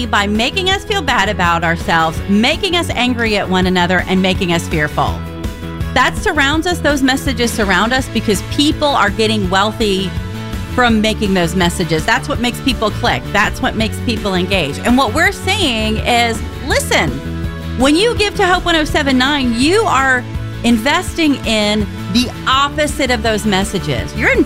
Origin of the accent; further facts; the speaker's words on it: the South, United States; now in Oregon, United States; I'm from the South.